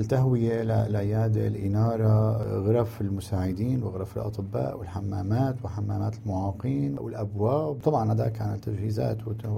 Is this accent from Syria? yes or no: yes; Syria; now in Turkey; عندنا بسوريا